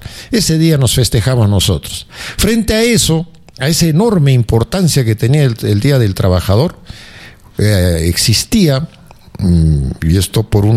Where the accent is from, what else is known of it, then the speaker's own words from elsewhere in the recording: Arequipa, Peru; Y creo que acá hay muchos que somos arequipeños porque nos dio la gana de nacer en otros lugares.